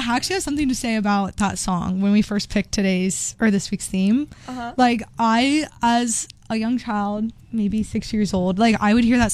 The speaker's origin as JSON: {"language": "English", "town": "Sacramento", "region": "California", "country": "United States", "said": "I'm from Sacramento"}